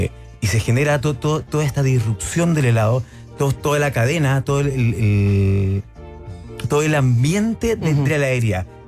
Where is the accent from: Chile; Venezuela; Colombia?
Chile